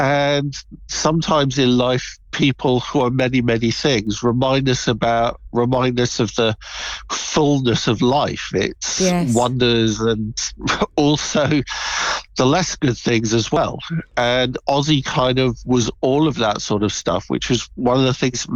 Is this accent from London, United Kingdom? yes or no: yes; London, United Kingdom; I'm a Londoner myself